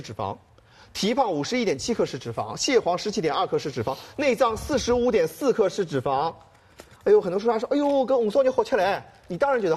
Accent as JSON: {"language": "Chinese", "region": "Shanghai", "country": "China"}